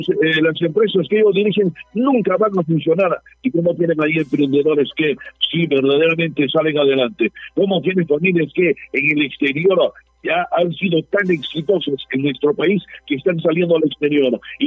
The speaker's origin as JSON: {"language": "Spanish", "country": "Peru", "said": "soy peruano."}